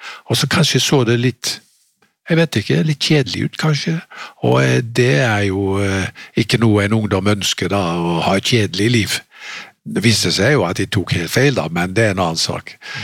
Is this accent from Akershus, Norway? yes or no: no; Haugesund, Rogaland, Norway; Og den kom også til Norge og til hjembyen min Haugesund på begynnelsen av 70-tallet.